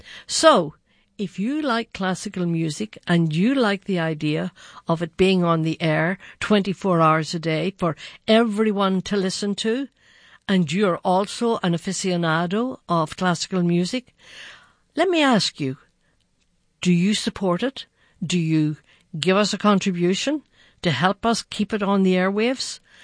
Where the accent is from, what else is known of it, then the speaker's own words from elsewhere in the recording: Ireland; as I am Irish